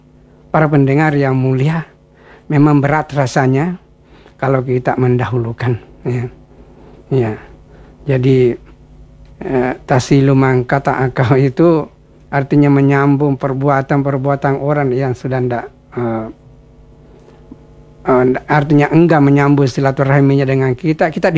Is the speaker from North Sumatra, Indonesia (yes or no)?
no; South Sulawesi, Indonesia; Kira-kira kita kalau kita orang Makassar atau orang Bugis, memaafkan orang yang berbuat zalim kepada kita tidak segampang itu ya, memaafkan orang.